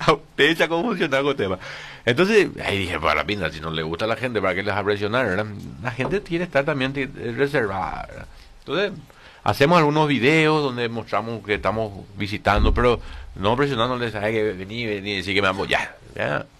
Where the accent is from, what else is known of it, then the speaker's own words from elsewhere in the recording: Carapeguá, Paraguarí, Paraguay; Yo soy de Carapeguá.